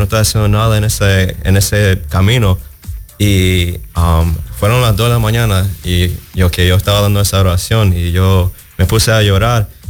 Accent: Florida, United States; born there; Bueno, yo fui nacido aquí en Florida, well, United States. I'm American, pero mis padres son nicaragüenses

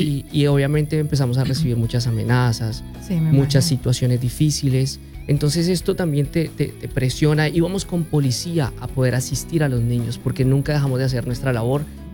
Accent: Bogotá, Colombia; moved away; somos de Bogotá, Colombia.

